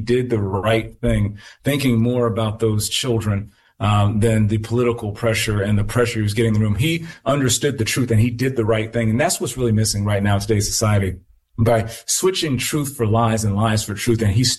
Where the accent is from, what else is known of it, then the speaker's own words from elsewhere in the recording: Detroit, Michigan, United States; I was raised in Detroit, and the same houses that I passed by as a little boy that were burned during Devil's Night, I passed by as an adult